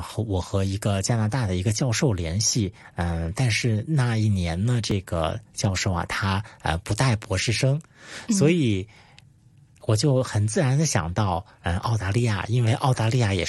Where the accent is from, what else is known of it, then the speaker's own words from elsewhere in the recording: Shanxi, China; moved away; 我们山西主要是以这个面食为主